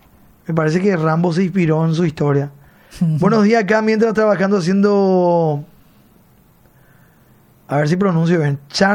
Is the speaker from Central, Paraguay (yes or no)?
no; Pedro Juan Caballero, Amambay, Paraguay; Soy de Pedro Juan